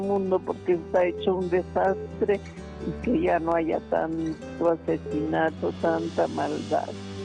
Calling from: Mexico City, Mexico; de la Ciudad de México.

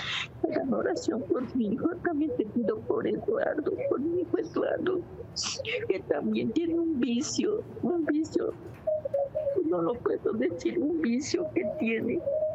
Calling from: Amatlán de los Reyes, Veracruz, Mexico; Sí, soy de aquí, soy de Amatlán de los Reyes.

